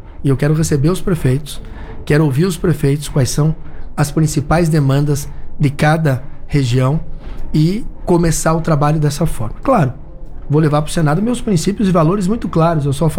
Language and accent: Portuguese; Paraná, Brazil; falo agora como paranaense.